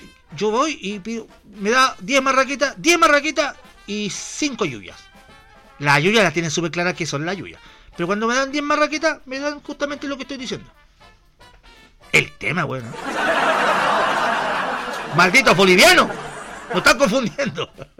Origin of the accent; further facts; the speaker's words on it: Chile; nosotros nos craneamos como chilenos